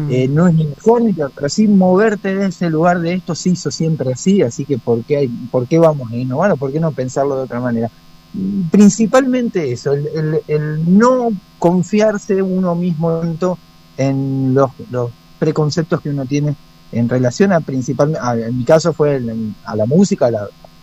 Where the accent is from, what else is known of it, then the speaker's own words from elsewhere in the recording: Rosario, Santa Fe, Argentina; born there; also born or lived in United States; now in Viedma, Argentina; Originalmente en Rosario, luego estuve un tiempo en Estados Unidos y después ahora vivo en Viedma.